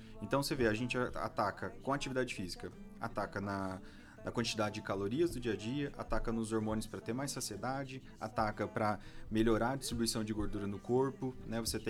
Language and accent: Portuguese; Ponta Grossa, Paraná, Brazil; eu sou aqui de Ponta Grossa.